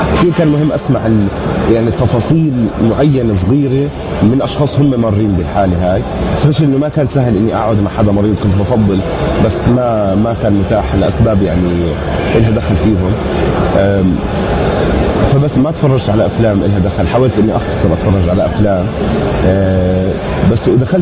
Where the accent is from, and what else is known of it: Jordan